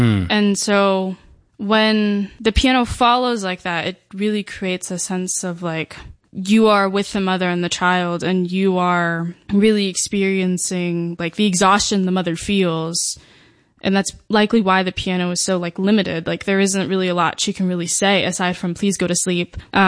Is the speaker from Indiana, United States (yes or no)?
no; New York, United States; born there; Well, not perfectly. I'm Venezuelan on both sides, but I was born in New York. So my parents immigrated here in the 90s because my dad was going to conservatory for viola.